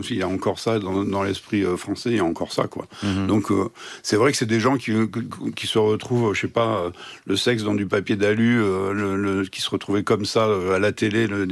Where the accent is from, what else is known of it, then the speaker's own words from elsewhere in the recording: Saint-Quentin, Hauts-de-France, France; born there; Là, je reviens j'étais à Saint-Quentin, ma ville natale